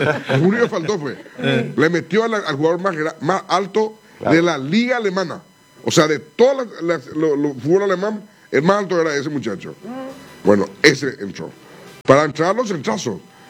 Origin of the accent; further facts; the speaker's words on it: Paraguay; éramos 4, 5, 6 paraguayos.